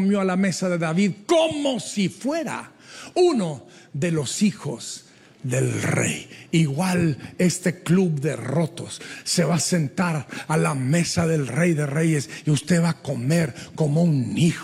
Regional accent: Durango, Mexico; porque como soy de Durango, México, lo primero que pienso es pan dulce con chocolate, abuelita.

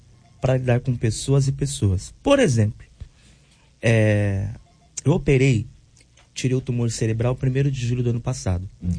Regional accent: São Paulo, Brazil; Eu sou paulista, moro em São Paulo, não moro aqui no Rio.

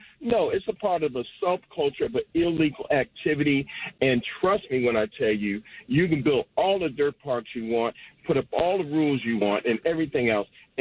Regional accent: Baltimore, Maryland, United States; I'm a black man. Mm-hmm. I was raised in Baltimore, in the hood

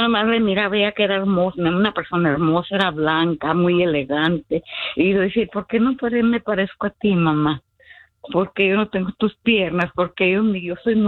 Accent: Chihuahua, Mexico; Ah, sí tengo la casa, sí sé que soy chihuahuense.

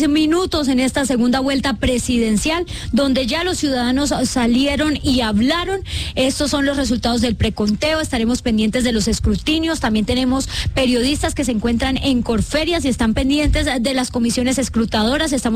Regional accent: Cúcuta, Norte de Santander, Colombia; yo soy de Cúcuta, soy de Norte de Santander

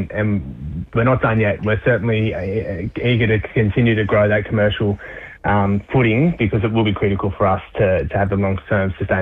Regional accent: Tasmania, Australia; No, look, we're originally from Tasmania, my wife and I, from the northwest coast. So we'd been away for the best part of 13 years.

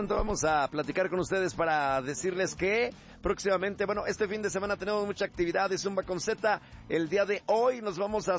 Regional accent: Mexico; somos mexicanos

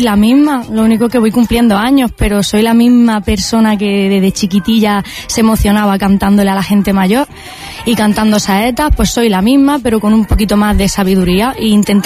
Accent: Andalusia, Spain; soy andaluza, vengo del campo y hago flamenco y folclore. Pero tengo 34 años, nací en el 92

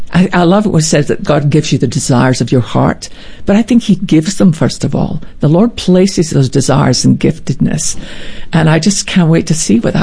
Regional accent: Scotland, United Kingdom; born or raised there

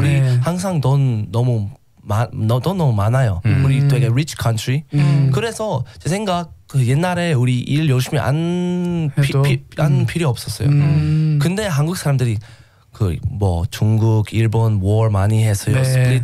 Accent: Australia; Korean is a second language; now in Sydney, Australia; 제가 호주 사람.

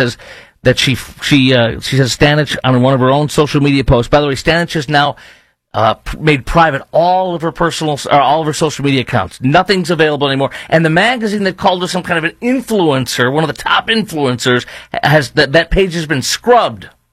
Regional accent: Illinois, United States; Growing up in Illinois, I learned that battery is any, I was a criminal justice major for a while, battery is any unwanted touching in the state of Illinois.

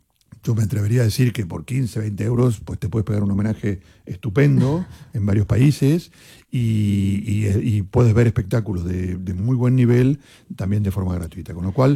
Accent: Argentina; now in Spain; Yo venía hace 35 años, soy español, tengo familia española, tengo hijos españoles, y me siento tan español como argentino.

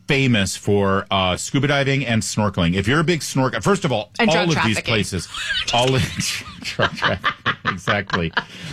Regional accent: Newport Beach, California, United States; moved away; I grew up in Newport Beach. I went to Corona Del Mar High School.

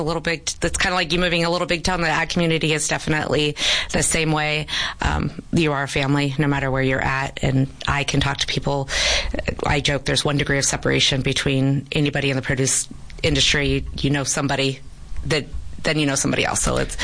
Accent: Salinas, California, United States; moved away as an adult; now in Yuma, United States; Salinas, California.

